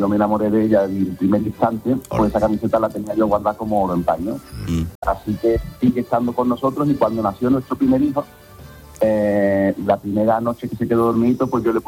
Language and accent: Spanish; Matalascaña, Andalusia, Spain; Yo soy de Dapino, de Matalascaña.